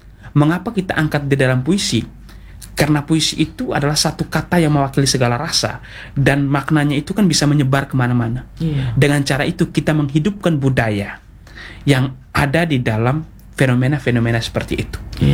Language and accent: Indonesian; East Nusa Tenggara, Indonesia; Kalau kami di Sika dulu